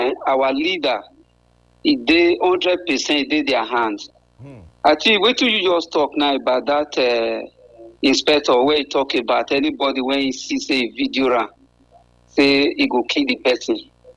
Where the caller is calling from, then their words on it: Nigeria; I come from Ego.